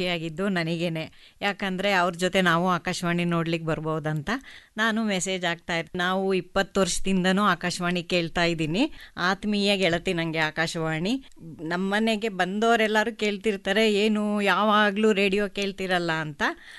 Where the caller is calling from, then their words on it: Mysore, Karnataka, India; ವೇದನ ಸಹೋದರಿ. ನಾವಿಲ್ಲೇ J P ನಗರ ಮೈಸೂರಲ್ಲಿ ವಾಸ ಇದ್ದೇವೆ.